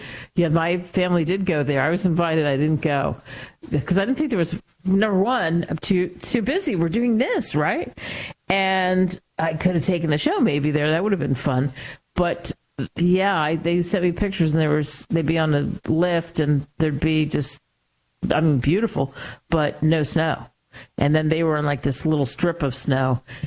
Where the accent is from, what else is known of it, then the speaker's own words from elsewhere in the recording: New Jersey, United States; also born or lived in California; When I grew up outside of Philly, really in South Jersey